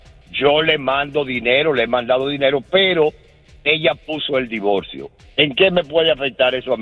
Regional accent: Dominican Republic; moved away as an adult; Esperé 5 años en mi país, en Dominicana, y me salió la residencia.

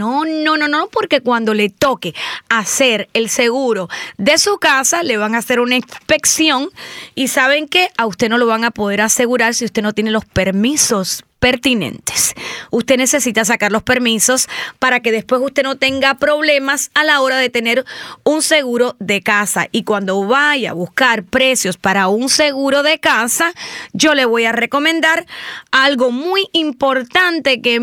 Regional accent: Cuba; Yo me crié en Cubita la Bella. Y que bueno, que ahora la verdad que no está tan bella.

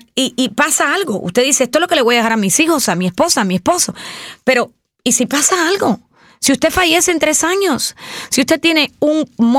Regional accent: Cuba; moved away; los niños de Cuba

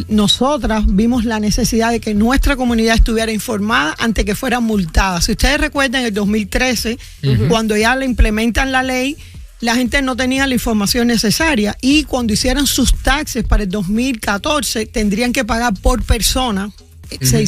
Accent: Cuba; accent: Cuban; now in United States; porque yo también soy emigrante, como puedes oír, mi acento es cubano

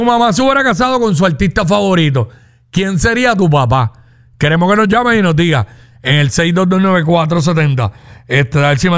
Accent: Venezuela; now in Puerto Rico; Ay, yo soy venezolano.

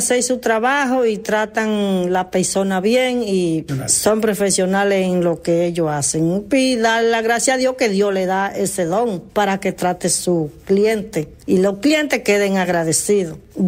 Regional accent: Santo Domingo, Distrito Nacional, Dominican Republic; De Santo Domingo, República Dominicana.

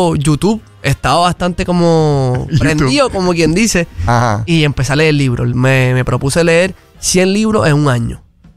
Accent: San Juan, Puerto Rico; Soy de San Juan.

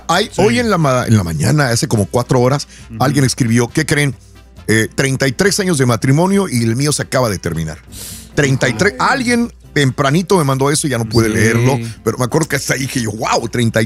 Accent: Cali, Valle del Cauca, Colombia; Soy de Cali, amigos.

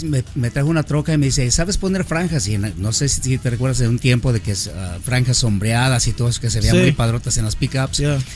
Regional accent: Michoacán, Mexico; moved away as an adult; also born or lived in Mexico City, Mexico; now in Addison, United States; yo soy de Michoacán, México, y bueno, a muy temprana edad yo me fui para el DF a trabajar.

